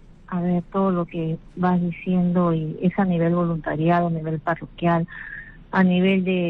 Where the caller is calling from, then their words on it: Lima, Peru; Del RIMAC.